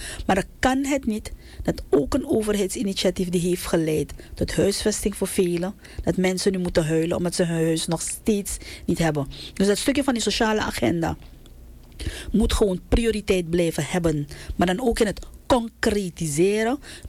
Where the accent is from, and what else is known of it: Suriname